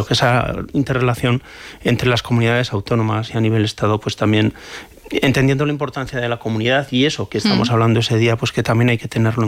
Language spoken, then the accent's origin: Spanish; Lardero, La Rioja, Spain; en Lardero no hay así actos muy masivos. Somos un pueblo que está pegadito a Logroño